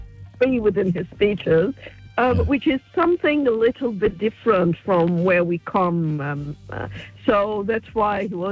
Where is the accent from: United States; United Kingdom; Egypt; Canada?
Egypt; English is a second language; moved away; Okay, I'm Northern African.